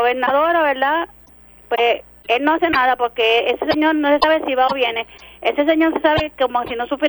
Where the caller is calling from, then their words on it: Cabo Rojo, Puerto Rico; de Cabo Rojo